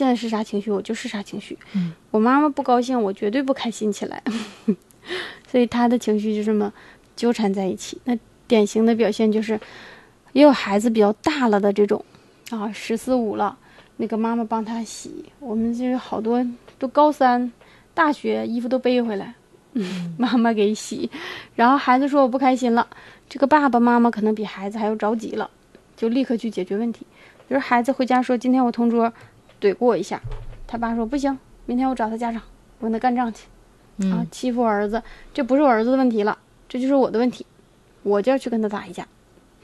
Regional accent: China; 我们中国人

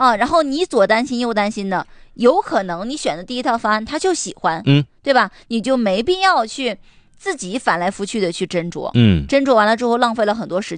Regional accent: Northeast China, China; 咱们东北人说话都相对来说比较直嘛，直来直去的性格

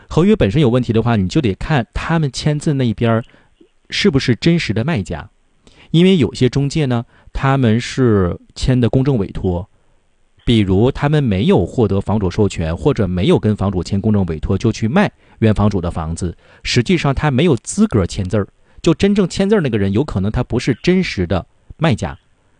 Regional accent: Northeast China, China; accent: Northeastern Mandarin; 咱们东北话讲

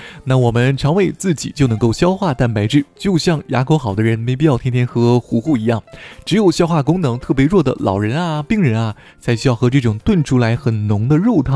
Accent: Northeast China, China; 像我们东北人非常爱吃炖菜

